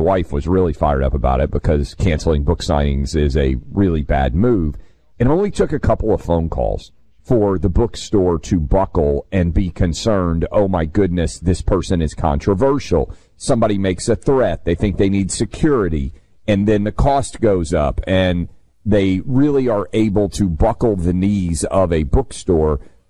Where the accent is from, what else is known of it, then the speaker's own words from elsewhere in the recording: Nashville, Tennessee, United States; I hate when this happens anywhere, particularly my hometown of Nashville.